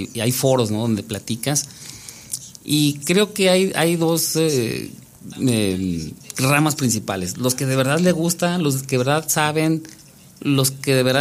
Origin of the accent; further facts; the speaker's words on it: Mexico City, Mexico; born there; Porque yo soy nacido en la Ciudad de México, pero aquí tengo viviendo 45, 47 años.